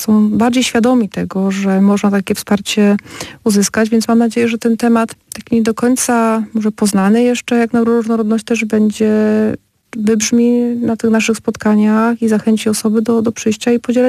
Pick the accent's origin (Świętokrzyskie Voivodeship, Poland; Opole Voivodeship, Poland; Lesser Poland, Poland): Opole Voivodeship, Poland; Kluczbork; ja pochodzę z Kurzborka